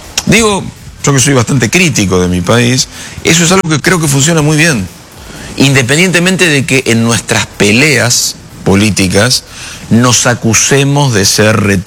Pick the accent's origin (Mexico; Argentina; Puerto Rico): Argentina; el nivel de comunidad que eso genera en mi país es una cosa hermosa